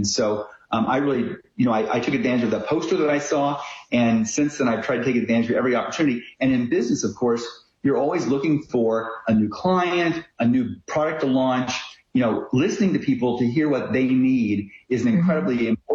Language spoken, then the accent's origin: English; Indiana, United States; born or raised there